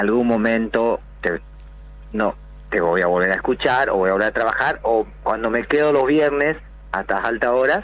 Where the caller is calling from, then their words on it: Santa Fe, Argentina; somos santafesinos igual.